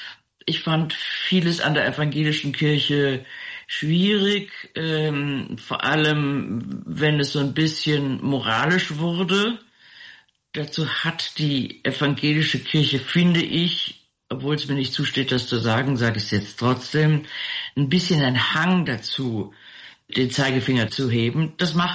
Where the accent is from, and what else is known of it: Rhineland, Germany; born or raised there